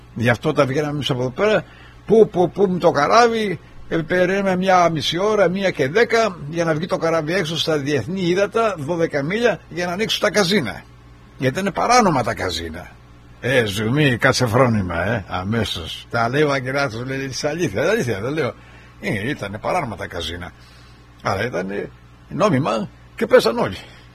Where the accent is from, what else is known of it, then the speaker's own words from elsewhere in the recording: Kefalonia, Ionian Islands, Greece; born there; στο νησί μου